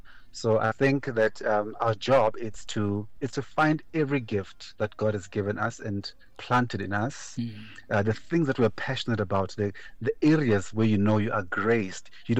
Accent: South Africa; first language Venda; English is a second language; in my mother language, mother tongue, Chivenda

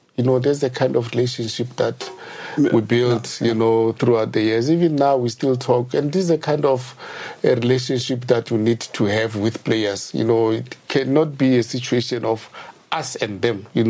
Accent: Gauteng, South Africa; I grew up in outside Pretoria. And you know, Pretoria have got their own language

